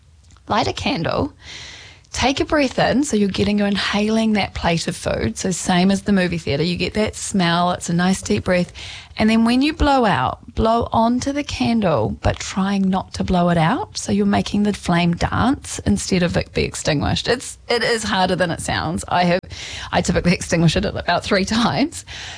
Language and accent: English; Wellington, New Zealand; moved away; You would never guess that I'm from Wellington originally